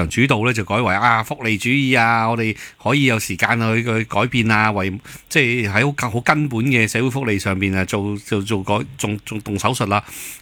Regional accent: Hong Kong; 我哋香港人

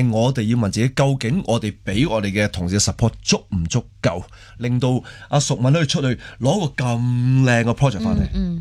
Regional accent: Hong Kong; 我哋香港人，我哋最中意明码实价系咪？

